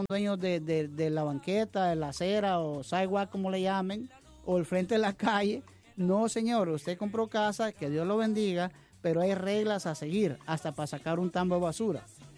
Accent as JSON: {"language": "Spanish", "country": "Guatemala", "moved": "yes", "lives_now": "United States", "said": "Yo soy de origen guatemalteco, pero estoy orgulloso de funcionar en este país"}